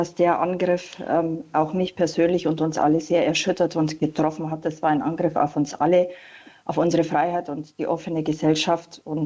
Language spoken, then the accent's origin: German; Bavaria, Germany; ich komme aus Bayern